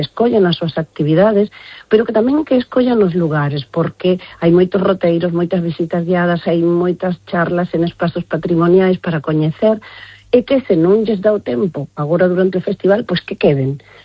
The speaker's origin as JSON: {"language": "Galician", "country": "Uruguay", "lives_now": "Galicia, Spain", "said": "eu son de Uruguai"}